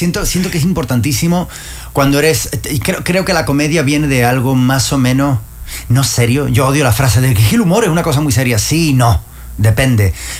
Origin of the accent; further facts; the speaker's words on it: Spain; moved away; para mí como español